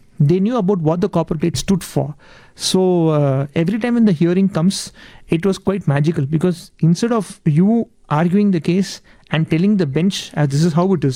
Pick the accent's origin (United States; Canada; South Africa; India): India; as an Indian